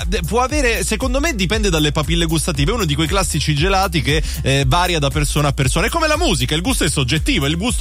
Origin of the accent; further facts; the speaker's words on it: Palermo, Sicily, Italy; io da buon siciliano, da buon palermitano